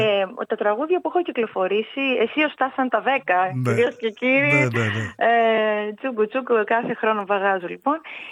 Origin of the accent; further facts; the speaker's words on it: Greece; Ακόμα και στον δρόμο έλεγα ότι είμαι Έλληνας και χαμός γινόταν.